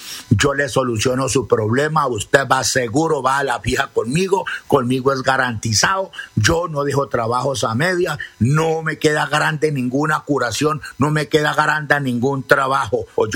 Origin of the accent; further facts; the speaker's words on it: Putumayo, Colombia; yo soy propio indígena, legítimo indígena, auténtico, el indígena de la selva de Potomayo, Amazonas